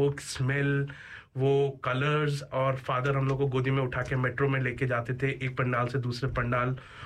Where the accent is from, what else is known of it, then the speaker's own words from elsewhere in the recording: Kolkata, West Bengal, India; मैं कोलकाता में बड़ा हुआ था